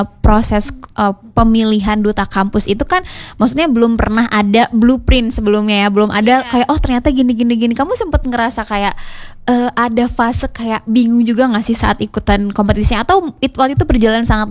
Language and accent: Indonesian; Bandung, West Java, Indonesia; aku dari Bandung, tepatnya di Dago.